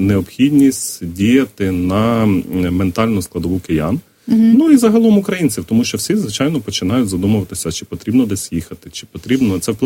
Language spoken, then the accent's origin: Ukrainian; Odesa Oblast, Ukraine; Я з Одещини.